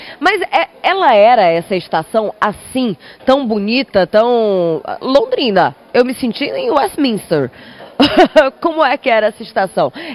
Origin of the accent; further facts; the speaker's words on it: São Paulo, Brazil; De São Paulo, a gente também.